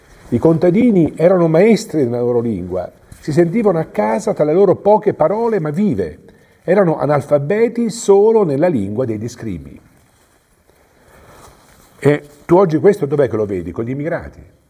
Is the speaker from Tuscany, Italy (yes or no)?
no; Marche, Italy; Nel mio paesello ascolano, come in quasi tutti i paesi italiani, che oggi si chiamano borghi, una volta si chiamano paesi, perché a noi ci piacciono molto le parole che strane, la gente parlava in dialetto, quasi tutti